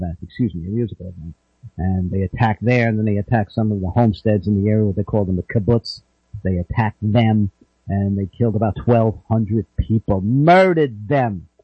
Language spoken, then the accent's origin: English; United States; I'm proud to stand with as an American.